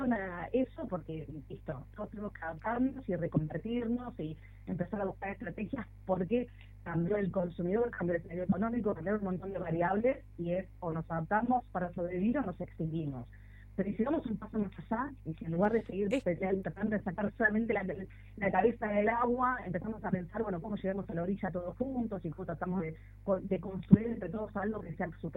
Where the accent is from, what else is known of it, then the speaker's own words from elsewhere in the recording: Tierra del Fuego, Argentina; ¿Viste cómo somos los fueguinos?